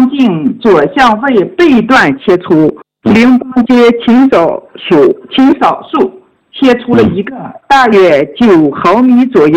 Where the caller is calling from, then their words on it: Jinzhong, Shanxi, China; 我来自山西晋中，